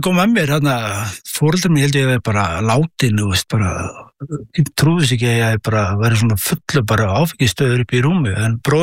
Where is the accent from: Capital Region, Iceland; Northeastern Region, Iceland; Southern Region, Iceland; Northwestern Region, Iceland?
Southern Region, Iceland; Hveragerði; Ég frá Hveragerði, uppalið þar, Hveragerðingur. Og bjó mína skólagöngu í Hveragerði